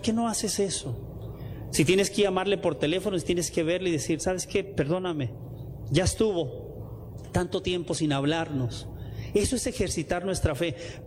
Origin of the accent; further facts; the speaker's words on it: Tijuana, Baja California, Mexico; Pues no le fue tan mal al bolerito de Tijuana